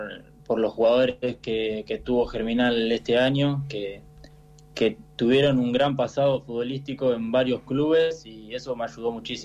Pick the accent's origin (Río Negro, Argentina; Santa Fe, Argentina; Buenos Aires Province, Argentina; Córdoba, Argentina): Buenos Aires Province, Argentina; Berazategui; moved away; Yo soy de Berazategui, de Buenos Aires.